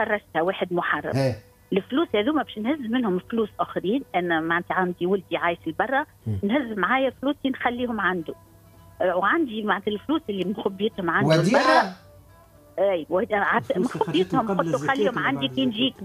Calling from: Manouba, Tunisia

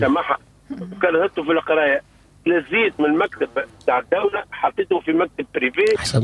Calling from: Tunisia

